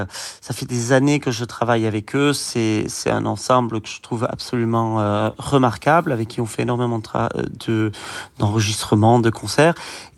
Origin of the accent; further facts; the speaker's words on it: Nouvelle-Aquitaine, France; moved away; revenir dans mon village natal, revenir un petit peu sur mes terres